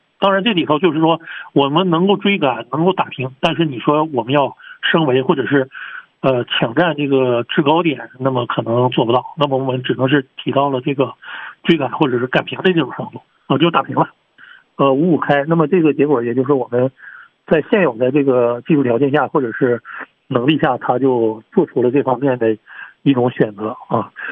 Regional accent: China; 我们中国人

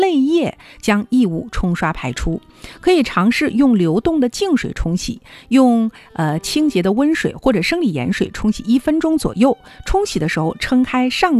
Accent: Harbin, Heilongjiang, China; 我们哈尔滨人

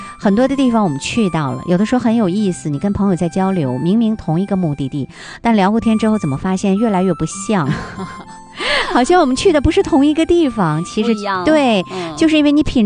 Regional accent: Harbin, Heilongjiang, China; 咱们东北人、哈尔滨人

